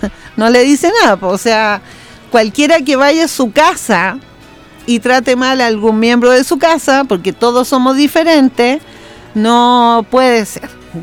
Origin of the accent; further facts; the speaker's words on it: Chile; Y aquí todos somos chilenos y todos debemos respetarnos